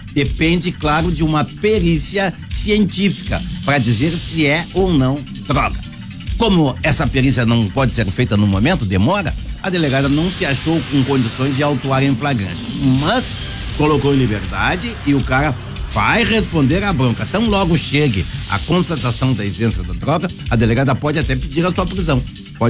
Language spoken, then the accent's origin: Portuguese; Porto Alegre, Rio Grande do Sul, Brazil; na minha querida Vila Jardim, onde nasci e me criei.